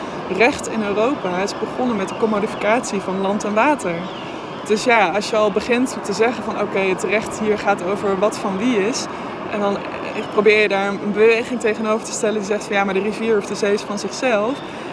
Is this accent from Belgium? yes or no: no; Zevenaar, Gelderland, Netherlands; born there; Waar ik ben geboren, bij Arnhem, bij Zevenaar... daar is juist, zeg maar, alles super heftig gekanaliseerd. omdat die rivier eindeloze meanderingen maakt. Want het is gewoon bijna bij de grens van Duitsland. Het is precies waar de Fen, zeg maar, begint.